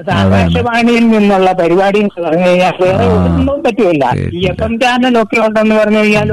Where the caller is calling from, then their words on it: Vazhoor, Kerala, India; ഞാൻ കോട്ടയം ജില്ലയിലെ വാഴൂർ എന്ന സ്ഥലത്തുനിന്ന്.